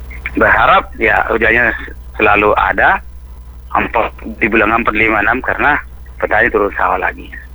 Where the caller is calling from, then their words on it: Lembang, South Sulawesi, Indonesia; kita di sini yang di daerah sini ya, daerah Lembang ini